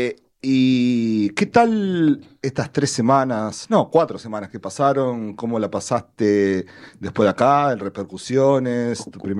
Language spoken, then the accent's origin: Spanish; Casilda, Santa Fe, Argentina; en Casilda, mi ciudad natal, ahí unos 50 kilómetros de Rosario.